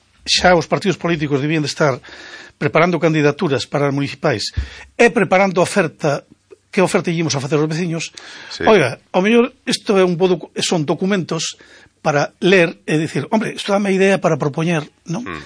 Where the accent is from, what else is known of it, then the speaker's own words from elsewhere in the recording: Carballo, Galicia, Spain; son Carballer, Laraches, casi Malpicán e tal, ando por aí, son ciudadano de Bergantiños